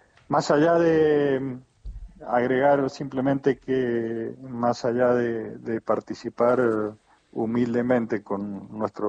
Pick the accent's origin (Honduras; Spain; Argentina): Argentina; que nos unamos como argentinos, que tengamos proyectos en común y proyectos a largo plazo para el bien común de toda la comunidad, de todos los argentinos.